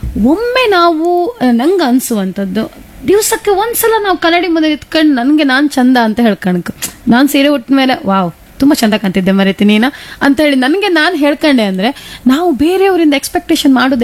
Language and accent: Kannada; Mangalore, Karnataka, India; accent: Mangalore Kannada; first language Kannada; moved away as an adult; now in Kundapura, India; ನಾವು ಮಂಗಳೂರಿನವರು